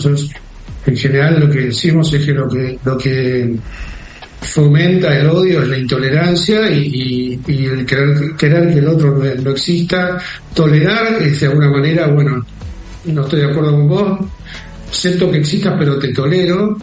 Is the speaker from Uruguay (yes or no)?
no; Argentina; somos argentinos, tal, eso bueno. está muy bueno, es algo que así somos, ¿no? Es nuestro temperamento.